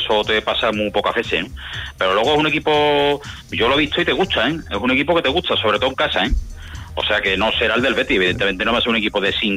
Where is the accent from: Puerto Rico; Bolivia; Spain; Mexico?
Spain; Seville, Andalusia; yo que soy sevillano